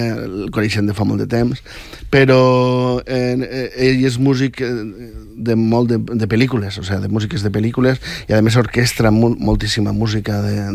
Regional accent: Vila-real, Valencian Community, Spain; I, bueno, en Alzira, igual que el meu poble, Villarreal, és un poble molt gran

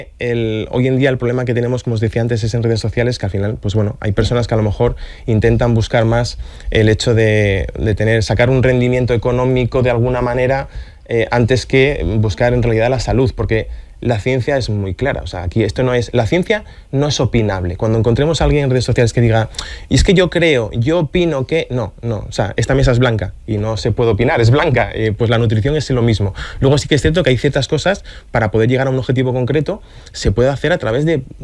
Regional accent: Asturias, Spain; now in Valencia, Spain; Yo llegué hace 9 años a Valencia y esa es una guerra perdida.

